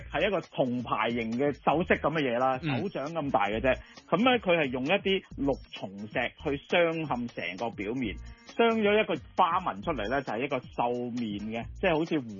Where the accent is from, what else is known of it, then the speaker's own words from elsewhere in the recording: Hong Kong; 我哋香港人